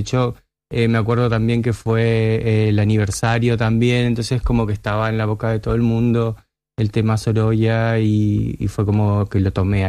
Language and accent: Spanish; Uruguay; moved away as an adult; now in Valencia, Spain; Trabajo en moda en Uruguay, en mi país.